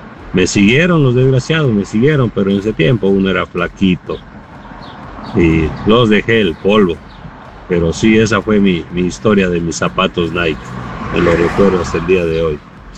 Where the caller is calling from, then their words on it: Azuay, Ecuador; yo soy del Valle.